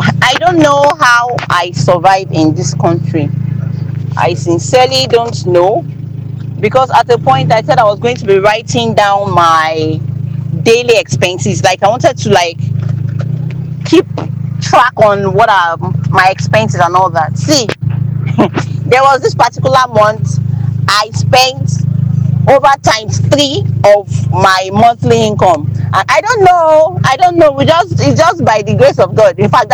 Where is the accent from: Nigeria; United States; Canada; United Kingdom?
Nigeria; I don't know how I've been able to combine being a Nigerian and a Man U fan.